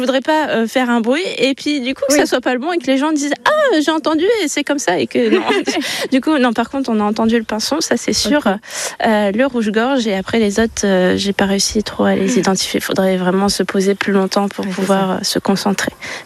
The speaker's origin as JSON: {"language": "French", "region": "Hauts-de-France", "country": "France", "said": "Alors, je suis originaire du Pas-de-Calais, du coup, dans le nord de la France, on a toujours fait ça. Et quand je suis venue ici en Normandie rejoindre mon compagnon"}